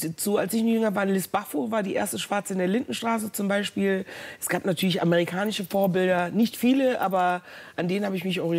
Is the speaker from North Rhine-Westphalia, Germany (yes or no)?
yes; North Rhine-Westphalia, Germany; born or raised there; also born or lived in Ghana